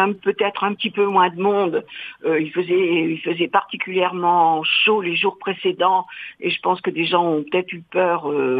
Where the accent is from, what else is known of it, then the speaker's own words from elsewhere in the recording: La Ferté-Macé, Normandy, France; Puis bon, moi, je suis de la région, je suis de la Ferté-Massé.